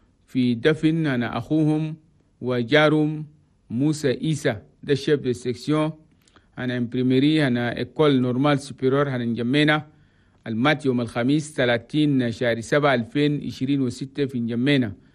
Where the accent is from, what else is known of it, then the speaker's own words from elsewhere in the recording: Chad; أنا بلنا تشاد بلد توماي، نقول لكم مساء جميل من الإذاعة الوطنية التشادية من العاصمة انجمينا.